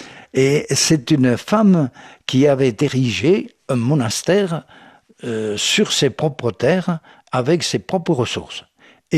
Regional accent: France; À Rouen, chez nous, en France

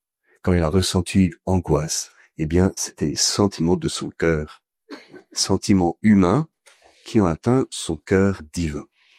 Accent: France

